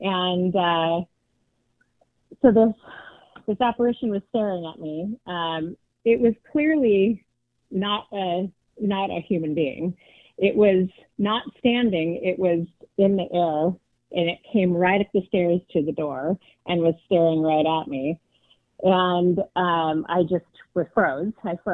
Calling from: Portland, Oregon, United States; I'm from Portland, Oregon as well.

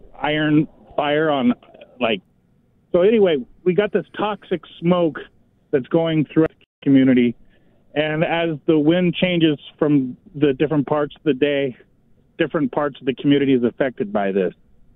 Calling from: Longview, Washington, United States; here in Longview

